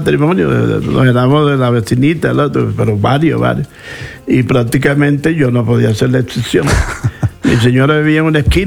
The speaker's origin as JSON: {"language": "Spanish", "town": "Soledad", "region": "Atlántico", "country": "Colombia", "tie": "born or raised there", "said": "Yo nací en Soledad Atlántica, ahí cerquita, pegadito con Barranquilla. En el sector donde yo vivo, eso hoy en día se llama el barrio Oriental."}